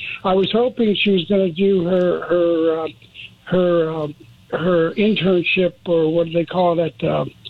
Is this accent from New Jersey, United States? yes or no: yes; Atlantic City, New Jersey, United States; when I was growing up, I'm from Atlantic City, New Jersey, and I guess rumors can spread in a little town. It was a little town back then. It still is, but then it got casinos.